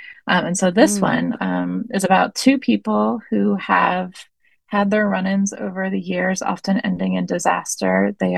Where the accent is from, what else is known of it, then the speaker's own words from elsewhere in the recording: Baltimore, Maryland, United States; I'm born and raised in Baltimore.